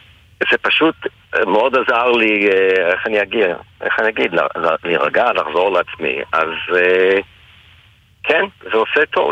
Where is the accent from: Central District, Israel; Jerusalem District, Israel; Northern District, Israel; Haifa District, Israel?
Northern District, Israel; Shavei Zion; also born or lived in United States; אני נולדתי בארצות הברית, אבל גדלתי בשבי ציון, זה יישוב על החוף ליד נהריה, שם הקרבה על הים.